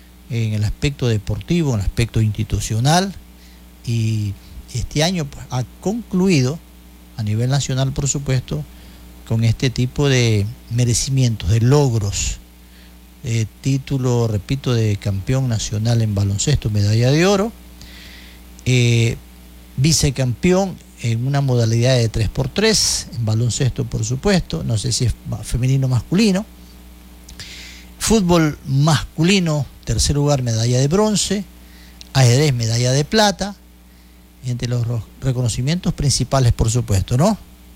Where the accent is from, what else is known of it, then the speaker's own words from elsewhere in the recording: Quevedo, Los Ríos, Ecuador; Porque somos parte de la provincia de Los Ríos, somos de acá de Quevedo